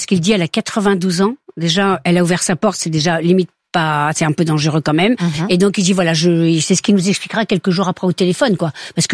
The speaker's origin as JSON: {"language": "French", "region": "Pays de la Loire", "country": "France", "said": "Je lui dis, moi, je suis originaire d'Anjou."}